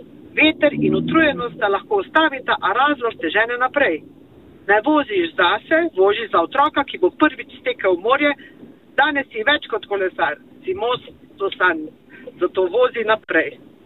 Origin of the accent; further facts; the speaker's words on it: Velenje, Savinja, Slovenia; iz Velenja